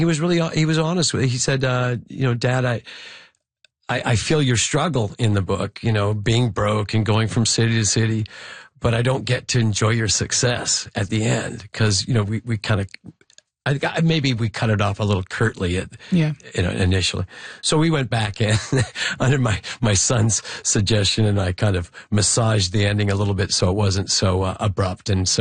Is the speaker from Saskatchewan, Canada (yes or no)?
yes; Regina, Saskatchewan, Canada; often you get this inferiority complex that, I'm from Regina, no one from Regina is going to be able to break out of this town and all